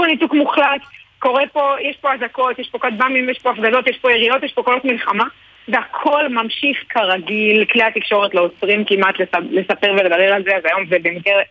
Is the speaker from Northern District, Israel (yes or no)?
yes; Kiryat Shmona, Northern District, Israel; אני גדלתי וגרתי בקריית שמונה כל חיי מבד הפינוי, ואני מאוד אוהבת ומחוברת את העיר, מחוברת לעיר